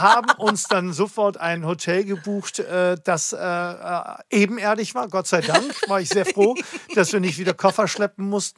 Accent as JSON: {"language": "German", "town": "Grado", "region": "Friuli-Venezia Giulia", "country": "Italy", "said": "Und was ja meine Heimat ist."}